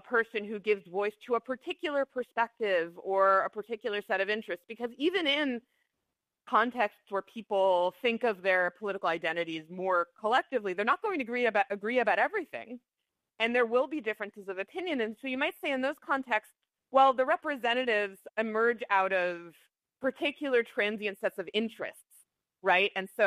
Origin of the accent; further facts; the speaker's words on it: United States; I grew up in the United States.